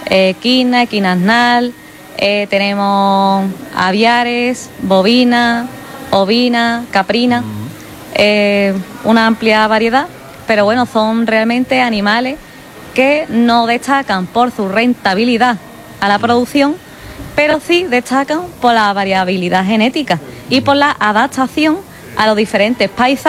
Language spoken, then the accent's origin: Spanish; Andalusia, Spain; accent: Malaga; Sí, yo soy de Málaga, de un pueblo, de la Sierra de las Nieves. Y nada, pues allí me he criado, allí estoy trabajando